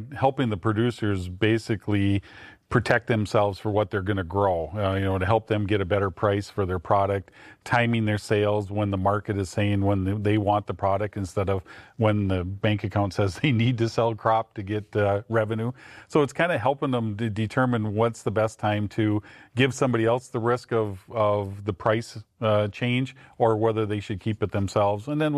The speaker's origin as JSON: {"language": "English", "town": "Milnor", "region": "North Dakota", "country": "United States", "tie": "born or raised there"}